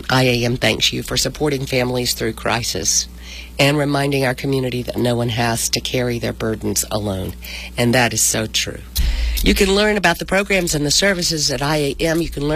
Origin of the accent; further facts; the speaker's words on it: Cleveland, Mississippi, United States; my hometown of Cleveland, Mississippi.